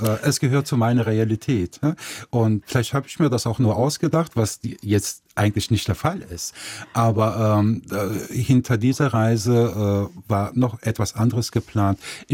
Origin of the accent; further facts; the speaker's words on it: Nettetal, North Rhine-Westphalia, Germany; die gab es auch bei uns in Nettetal, weil mein Vater hatte die Kneipe auf der Breilerstraße, mein Onkel hatte das Bordell Jaguar im Stadtteil Bracht, das auch zu Nettetal gehört.